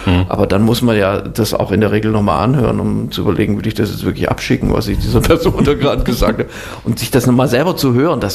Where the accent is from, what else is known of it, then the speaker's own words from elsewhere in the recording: Baden-Württemberg, Germany; also born or lived in Northern Germany; dann wurde ich zwar in Norddeutschland geboren, aber bin dann auch sehr schnell nach Schwaben umgezogen. Im Grunde bin ich Schwabe, also auch bis heute, man hört es jetzt nicht mehr so im Dialekt